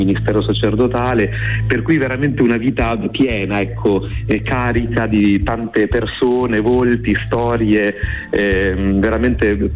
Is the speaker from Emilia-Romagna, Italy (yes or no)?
yes; Parma, Emilia-Romagna, Italy; moved away as an adult; also born or lived in Turkey; now in Rome, Italy; io sono nato a Parma, quindi frequentavo la mia parrocchia di Parma, sono entrato nel seminario minore di Parma, sono passato poi a quello maggiore di Parma